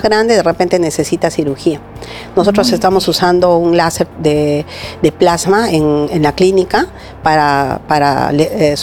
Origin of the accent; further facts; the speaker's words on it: Cusco, Peru; moved away; Ella está en Cusco, yo soy cusqueña